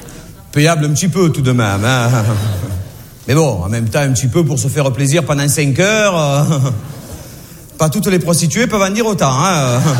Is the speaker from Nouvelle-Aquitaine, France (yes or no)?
no; Marseille, Provence-Alpes-Côte d'Azur, France; born there; accent: Marseille; Non, en vérité, je suis né à Marseille, j'ai un accent, et puis voilà, c'est tout.